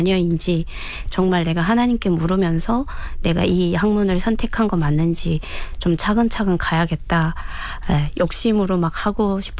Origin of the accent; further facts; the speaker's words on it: North Korea; born there; 지금부터 감사하는 삶을 내가 살아가는 게 내가 자네로서의 도리구나를 그때 이제 느껴서 북한에서 태어난 게 그다음